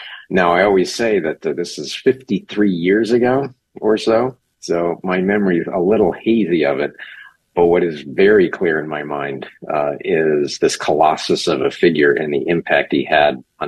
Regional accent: Hawaii, United States; also born or lived in Germany; I was born in Germany, grew up in Hawaii, military. My dad retired there

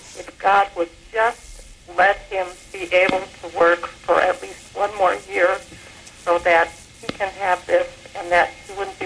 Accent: Pennsylvania, United States; Pennsylvania.

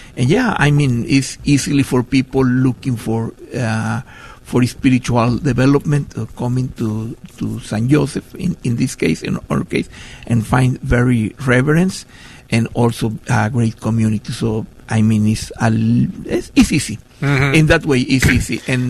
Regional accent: Mexico; moved away as an adult; I come from Mexico. So in Mexico, I was a medical doctor in Mexico

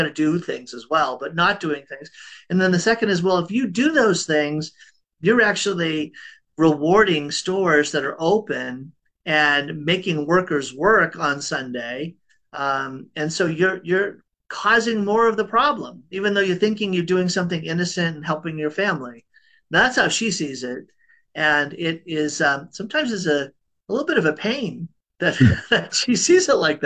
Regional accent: Boston, Massachusetts, United States; yeah, I grew up in Boston, and I think they're called, I don't know if you have this phrase out here, blue laws.

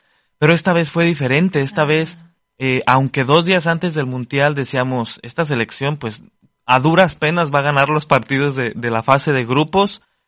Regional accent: Mexico; este sentido de unidad, que ya sabemos que sí tenemos los mexicanos

